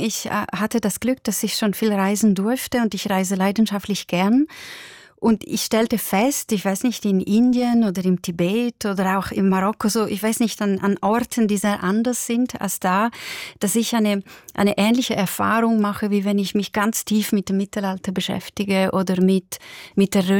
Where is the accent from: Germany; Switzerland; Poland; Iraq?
Switzerland; Aber wenn ich reise innerhalb von Europa, fühle ich mich sehr Schweizerin.